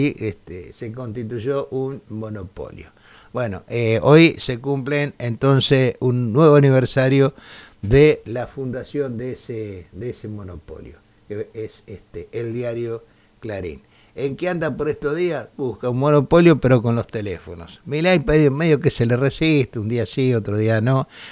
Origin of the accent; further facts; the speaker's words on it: Argentina; somos argentinos, somos así